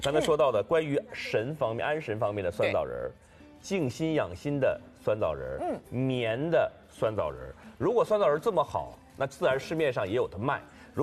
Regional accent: China; 咱老祖宗怎么调？我们是中国人。

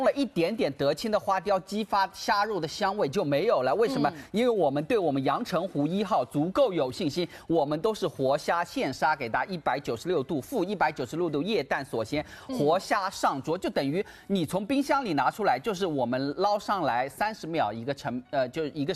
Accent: Suzhou, Jiangsu, China; 我作为苏州人，我也不卖苏州的 AB 货。

